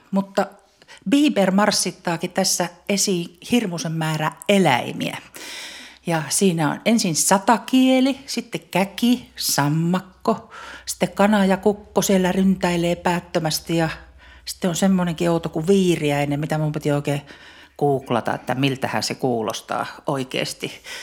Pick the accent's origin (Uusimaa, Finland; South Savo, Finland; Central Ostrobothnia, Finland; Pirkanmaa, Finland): Central Ostrobothnia, Finland; Kaustinen; mä oon kotoisin sieltä Kaustiselta, että on pienestä pitäen kyllä soittanut pelimannimusiikkia.